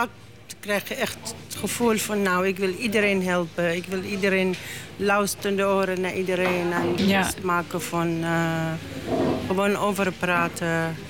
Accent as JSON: {"language": "Dutch", "country": "Lebanon", "second_language": "Dutch", "moved": "yes", "lives_now": "Netherlands", "said": "Ja, kijk, ik was ook iemand die kom hier van een andere wereld. Ik kom zelf uit Libanon. Ben ik hier terecht. Ik kom in een andere wereld."}